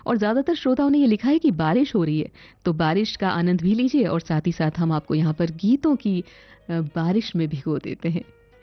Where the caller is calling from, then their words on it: Delhi, India; हमारे शहर दिल्ली में बरसात हो रही है बहुत जोरों से